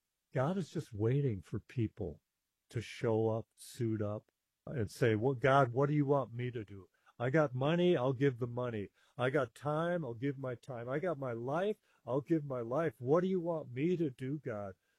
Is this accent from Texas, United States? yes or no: yes; Texas, United States; It was cold. I'm from Texas.